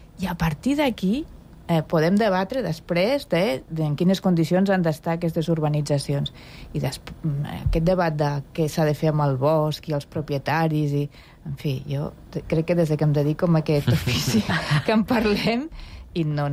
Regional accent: Pyrenees, Spain; En fi, jo soc del Pirineu i allà gent que potser s'ha fet la casa en un lloc molt bucòlic

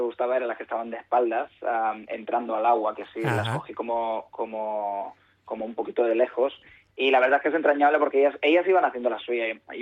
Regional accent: Sant Pere de Ribes, Catalonia, Spain; Yo soy de Sant Pere de Ribes.

